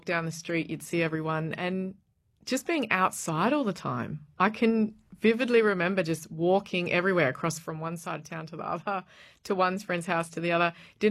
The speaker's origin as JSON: {"language": "English", "town": "Alice Springs", "region": "Northern Territory", "country": "Australia", "tie": "born or raised there", "said": "growing up in Alice, I don't know, the sense of community is so much more different than I've found anywhere else. Not that I've lived extensively in all different parts of the world or anything"}